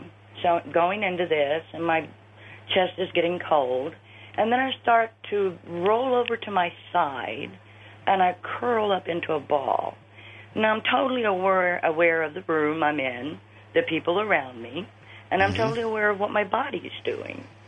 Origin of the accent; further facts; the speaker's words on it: Florida, United States; I'm from Florida.